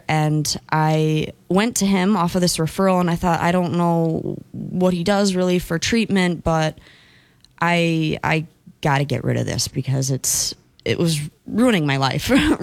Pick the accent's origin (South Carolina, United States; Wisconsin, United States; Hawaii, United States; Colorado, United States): Wisconsin, United States; Holmen; also born or lived in La Crosse, Wisconsin; Born and raised in Wisconsin, so born in La Crosse, and I grew up in Holman